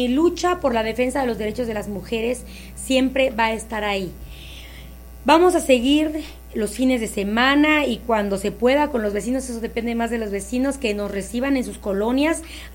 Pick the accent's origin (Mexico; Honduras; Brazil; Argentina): Mexico; Guerrero; Sí, eso es que somos diputados por Guerrero al final, somos locales de Guerrero.